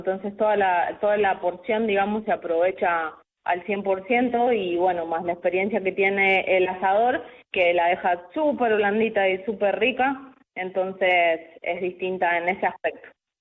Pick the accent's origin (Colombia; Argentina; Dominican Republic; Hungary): Argentina; now in Galicia, Spain; venimos de Argentina